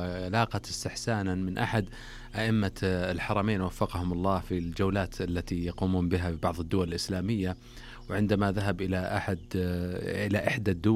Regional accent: Saudi Arabia; عندنا هنا في المملكة العربية السعودية

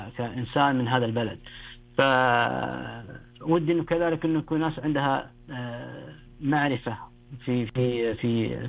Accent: Saudi Arabia; عندنا الان في السعوديه

